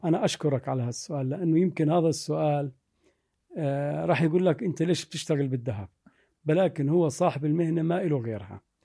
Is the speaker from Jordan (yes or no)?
yes; Jordan; كلمة أنه أنا ما بشتري مش موجودة عندنا بالأردن